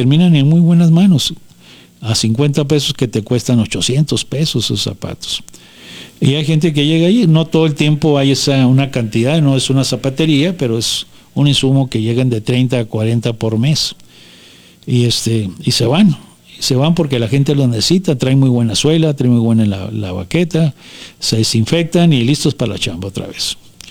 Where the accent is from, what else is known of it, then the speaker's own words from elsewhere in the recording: Mexico; no dejemos de declinar que somos mexicanos